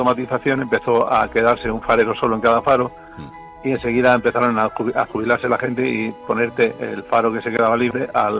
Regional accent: Madrid, Community of Madrid, Spain; moved away as an adult; yo soy de Vallecas. Vivíamos en la avenida Albufera

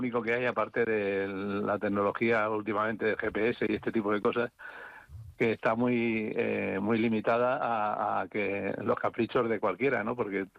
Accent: Madrid, Community of Madrid, Spain; moved away as an adult; yo soy de Vallecas

